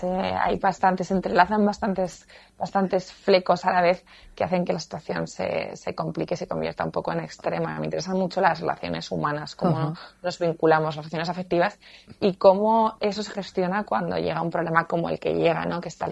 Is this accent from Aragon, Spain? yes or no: yes; Zaragoza, Aragon, Spain; yo soy de Zaragoza